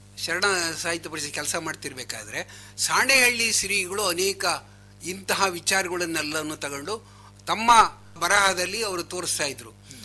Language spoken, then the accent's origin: Kannada; Kattige, Karnataka, India; moved away; ಹೊನ್ನಾಳಿ ತಾಲೂಕು ಕತ್ತಿಗೆ ಅಂತ